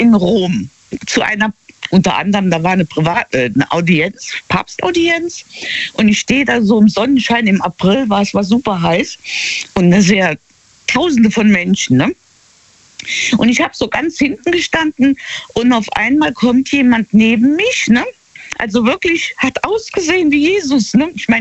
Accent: Rhineland-Palatinate, Germany; In der Nähe von Trier.

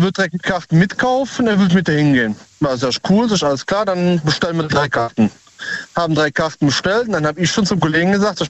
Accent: Cologne, North Rhine-Westphalia, Germany; Aus Köln.

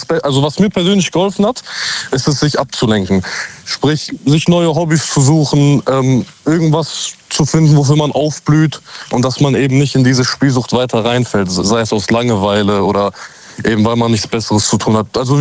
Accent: Recklinghausen, North Rhine-Westphalia, Germany; Ich komme gebürtig aus Recklinghausen.

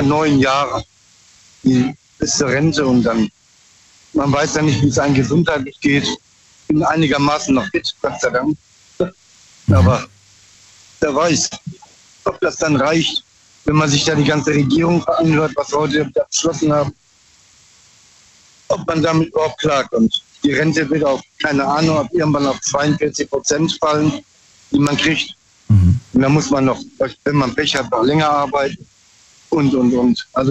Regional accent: Bruchsal, Baden-Württemberg, Germany; Ich komme aus Bruchsal.

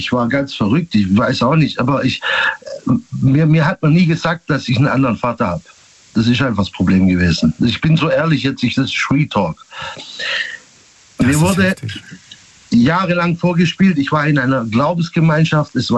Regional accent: Stuttgart, Baden-Württemberg, Germany; Ich bin aus Vaihingen.

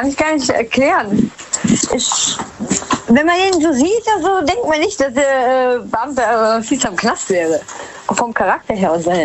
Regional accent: Rhineland-Palatinate, Germany; Hi, aus Westerwald.

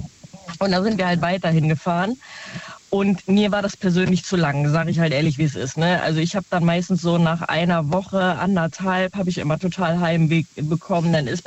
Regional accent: Neunkirchen, North Rhine-Westphalia, Germany; Ich komme aus dem Rhein-Sieg-Kreis.

